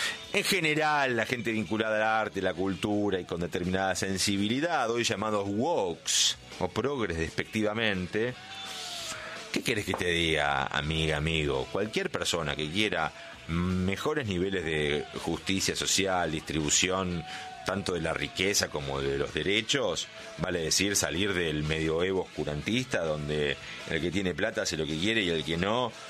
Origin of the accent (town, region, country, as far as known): Argentina